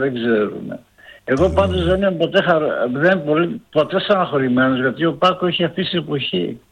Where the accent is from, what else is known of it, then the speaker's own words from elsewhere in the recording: Greece; Εγώ στο διοικητήριο μεγάλωσα, στα Μάρμαρα.